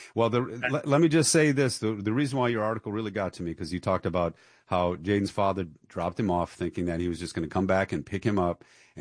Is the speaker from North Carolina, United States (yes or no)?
no; Detroit, Michigan, United States; I grew up in Detroit.